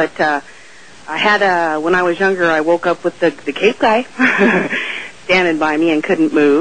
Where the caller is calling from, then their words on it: Oregon, United States; I'm calling from Oregon.